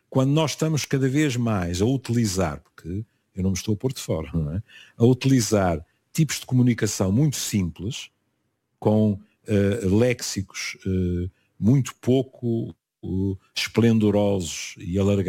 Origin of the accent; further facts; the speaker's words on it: Porto, Norte, Portugal; Eu sou muito portuense nisso, porque tenho um ouvido granítico.